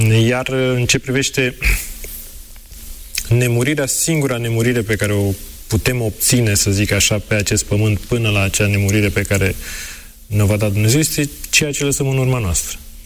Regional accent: Romania; noi ca români ne-am săturat, zicem, 35 de ani de corupție.

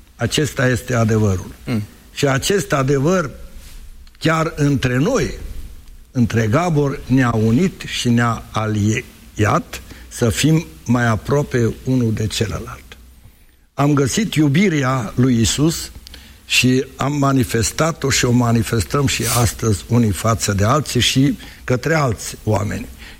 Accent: Mureș County, Romania; în sat la mine, la noi în sat, tot în județul Mureș

